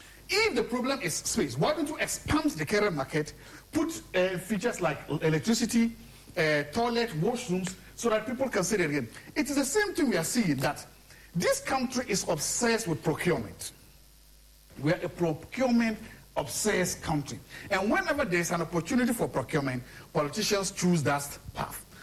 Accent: Tumu, Upper West, Ghana; You go to Tumu, my hometown, there's a market in Tumu.

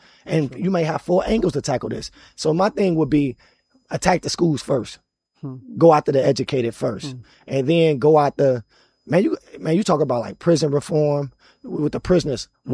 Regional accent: Chicago, Illinois, United States; And, you know, I'm from Chicago. So we used to have this program on the South Side

